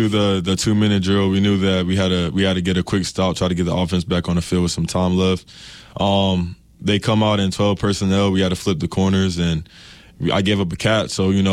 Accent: Florida, United States; moved away as an adult; now in Emory, Virginia, United States; I'm from Florida.

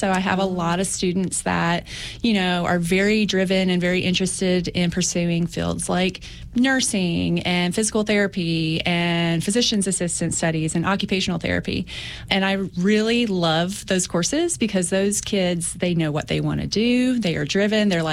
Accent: Saltville, Virginia, United States; So I am from Saltville, which is just a couple of miles down the road.

